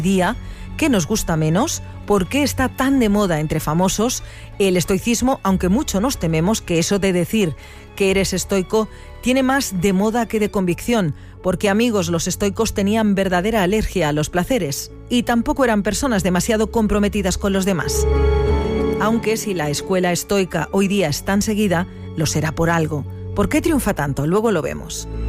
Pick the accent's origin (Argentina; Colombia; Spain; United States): Spain; Community of Madrid; accent: Madrid; Y nosotros aquí con nuestro acento de Madrid.